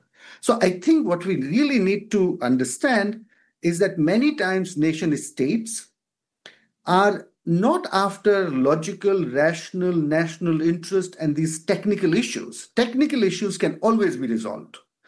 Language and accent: English; India; As an Indian